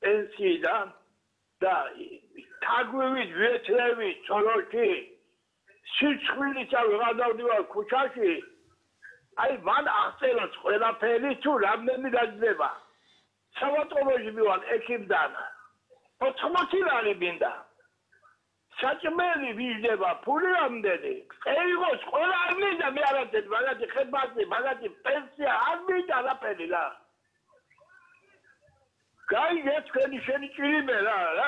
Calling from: Batumi, Adjara, Georgia; ბათუმიდან ვარ.

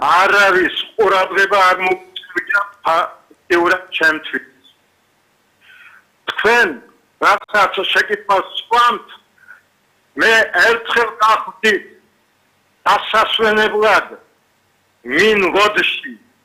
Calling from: Abkhazia, Georgia; მე ერთი ვინმე გირეკავთ, აფხაზეთის წარმომადგენელი, მდინარე კოდორის მარცხენა სანაპიროდან.

